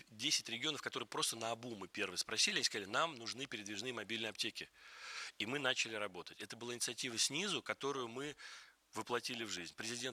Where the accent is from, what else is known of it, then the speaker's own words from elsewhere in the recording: Pyatigorsk, Stavropol Krai, Russia; born there; also born or lived in Kalmykia; Я родился в Пятигорске и первые 3 года прожил в деревне у бабушки с дедушкой.